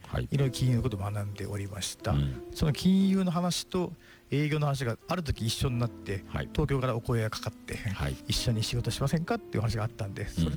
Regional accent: Sendai, Miyagi, Japan; もともと僕は仙台出身で、

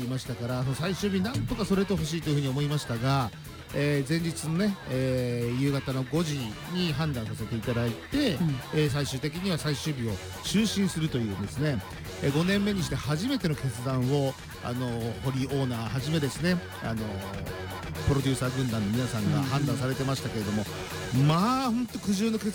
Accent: Ibaraki, Japan; 本当に地元茨城が愛されてるなって感覚がすごくしましたけどね。

